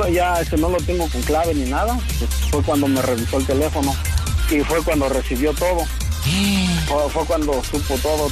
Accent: Toluca, State of Mexico, Mexico; Él trabajaba en la Ciudad de México, nosotros somos de Toluca.

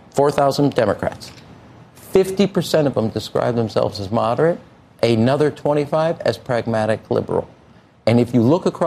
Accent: United States

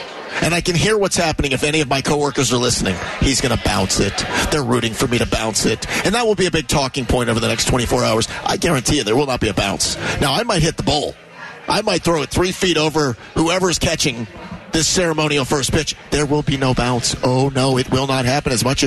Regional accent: Atlanta, Georgia, United States; This is my hometown. I grew up here.

